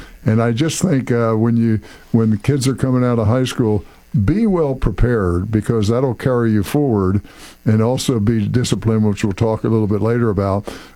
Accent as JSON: {"language": "English", "region": "New Jersey", "country": "United States", "said": "I was fortunate enough in high school, I'm from South Jersey, and my high school team never lost for like 3 years."}